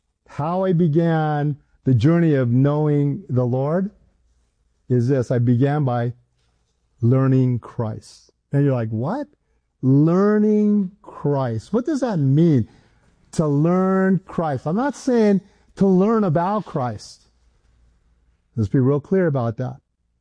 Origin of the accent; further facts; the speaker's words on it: Hawaii, United States; also born or lived in San Diego; I grew up in Hawaii. I was in Hawaii. And that's where I went to school.